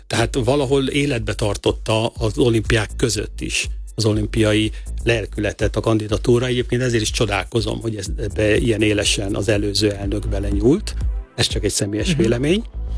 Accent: Hungary; moved away as an adult; also born or lived in China

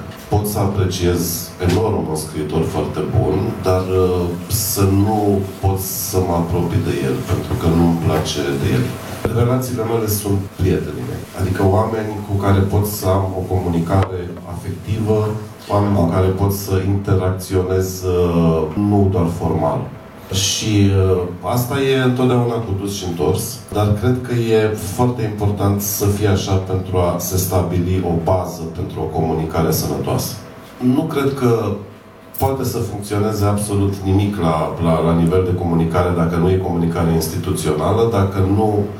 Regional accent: Maramureș County, Romania; mergea 2 săptămâni pe Valea Faserului, de unde sunt eu, din Vișel de...

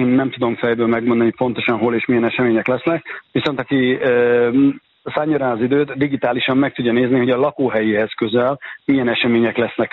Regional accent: Szeged, Csongrád-Csanád, Hungary; born there; jövő héten is jövök vissza Szegedre. Igaz, hogy a szülővárosom

